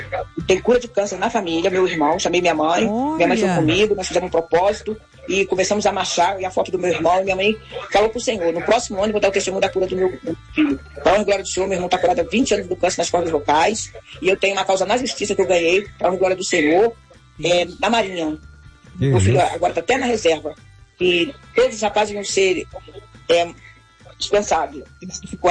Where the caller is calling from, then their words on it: Duque de Caxias, Rio de Janeiro, Brazil; Sou daqui de Parque Paulista, né, da Assembleia de Jerusalém.